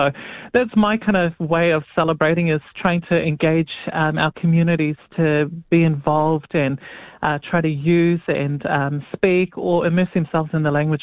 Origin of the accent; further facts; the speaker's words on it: New Zealand; born there; I was born here in New Zealand, so I've only been to, you know, our Rituma Day events and that.